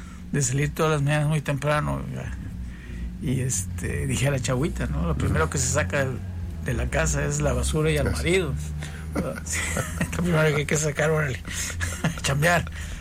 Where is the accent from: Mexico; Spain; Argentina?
Mexico; Colima; Yo soy del Parque